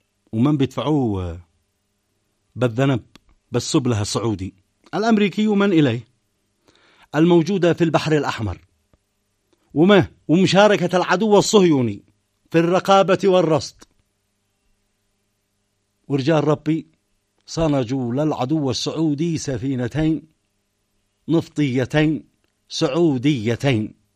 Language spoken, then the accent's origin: Arabic; Yemen; بلادنا اليمن